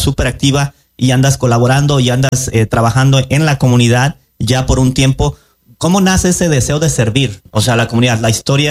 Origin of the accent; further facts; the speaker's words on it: Colima, Mexico; moved away; yo soy su servidor de Colima, donde decimos mi casa es tu casa y en Colima todos somos familia.